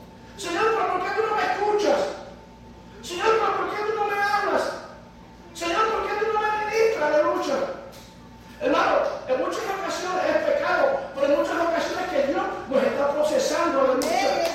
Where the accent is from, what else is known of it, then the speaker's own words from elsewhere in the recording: Puerto Rico; yo soy de Puerto Rico, hermano.